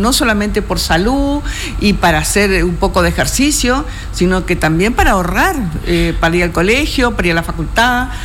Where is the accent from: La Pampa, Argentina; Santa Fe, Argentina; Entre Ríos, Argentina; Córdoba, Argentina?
Entre Ríos, Argentina; yo soy entrerriana también. No soy chaqueña